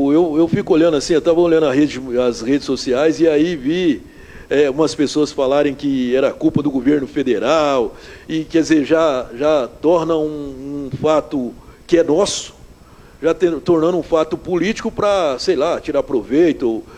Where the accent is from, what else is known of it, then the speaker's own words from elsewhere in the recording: Brazil; eu que cresci ali na Vila Cruzeiro, eu cresci do lado da festa